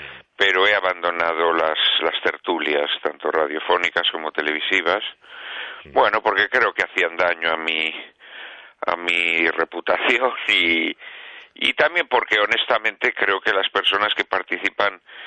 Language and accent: Spanish; Zamora, Castile and León, Spain; also born or lived in Basque Country; los dos somos de Zamora. Ella nacida allí, yo no nací allí porque mis padres emigraron al País Vasco, pero bueno, me he criado en Zamora, ¿no? O sea que a casi todos los efectos, menos a los efectos del dato que consta en el DNI, pues soy zamorano, soy zamorano de crianza